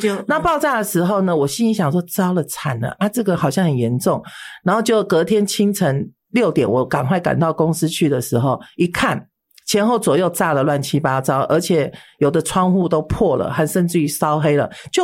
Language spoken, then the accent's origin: Chinese; Taiwan; 就是我从小是出生于，我父母都是外省人，都是外省，都是大陆人齁。好，那我是出生在台湾的外省的第二代。